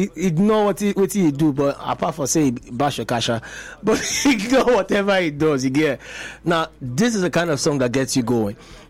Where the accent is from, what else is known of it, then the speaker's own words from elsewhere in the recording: Lagos, Nigeria; born there; I was born in Lagos.